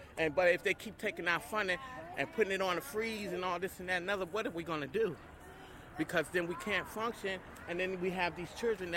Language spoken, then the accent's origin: English; New Jersey, United States; also born or lived in New York; Right, but see, I'm not from North Carolina. I was raised in Jersey, between Jersey and Manhattan, New York.